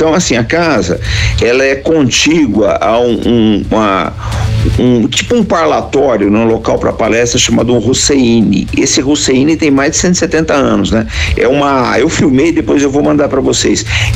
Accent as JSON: {"language": "Portuguese", "country": "Brazil", "said": "a gente é brasileiro, né?"}